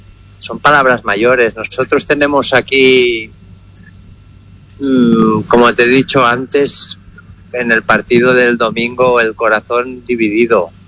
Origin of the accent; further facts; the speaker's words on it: Catalonia, Spain; como culé, como catalán